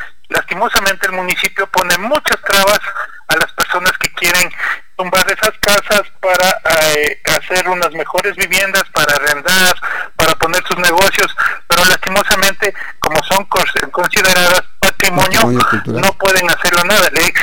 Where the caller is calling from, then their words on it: Cotopaxi, Ecuador; desde José Huango Bajo.